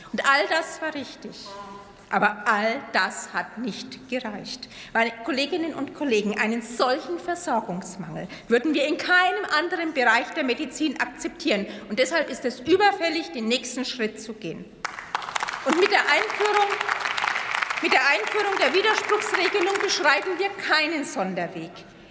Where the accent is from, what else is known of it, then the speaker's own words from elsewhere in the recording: Königshofen, Germany; Zum Beispiel an Tobias Werner aus meiner Heimat in Königshofen, der seit 5 Jahren auf eine Lunge wartet.